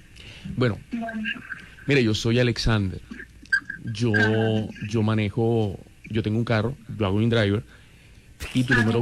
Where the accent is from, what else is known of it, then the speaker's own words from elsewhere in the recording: Barranquilla, Atlántico, Colombia; Yo soy de aquí de Barranquilla.